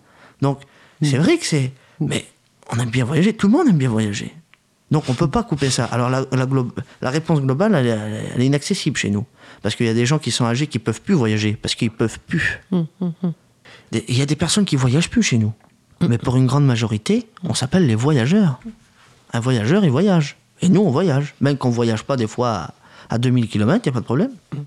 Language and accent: French; Paris, Île-de-France, France; Ma grand-mère a grandi aussi, moi, au passage du Mont-Saint-Denis.